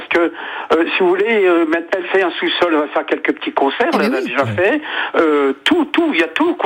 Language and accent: French; Brittany, France; moi, je suis natif de Pratt et mes parents, ils étaient commerçants dans ce style de commerce.